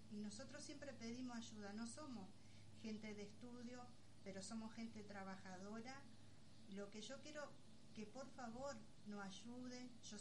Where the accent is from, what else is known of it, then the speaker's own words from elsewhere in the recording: Puerto Iguazú, Misiones, Argentina; moved away as an adult; now in Buenos Aires, Argentina; fuimos al colegio acá, nacimos y nos criamos, tenemos muchos familiares de parte mía, tengo montones de tíos, abuelos. Bueno, mi abuelo fue pionero también acá de Puerto Iguazú